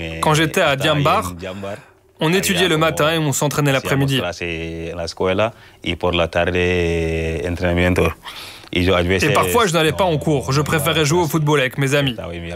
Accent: Senegal; moved away as an adult; now in Madrid, Spain; là où j'habite au Sénégal

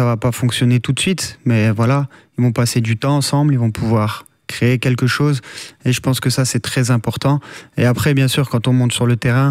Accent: France; Je me mets côté belge, alors que je suis français.

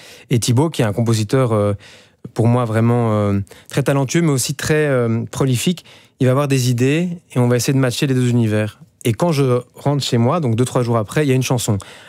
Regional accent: Brussels, Brussels-Capital Region, Belgium; accent: Belgian, Brussels; Au Québec, j'ai un accent belge, en France aussi, et même bruxellois, et je le revendique.

